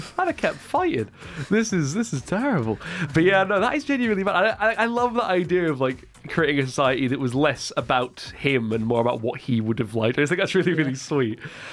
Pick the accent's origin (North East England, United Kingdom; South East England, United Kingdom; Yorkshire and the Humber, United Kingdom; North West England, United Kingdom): Yorkshire and the Humber, United Kingdom; Doncaster; I'm from Doncaster.